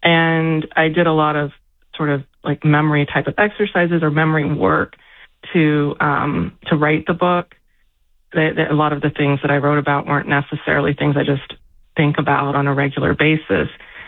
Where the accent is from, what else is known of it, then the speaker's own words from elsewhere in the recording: London, United Kingdom; I grew up in South London.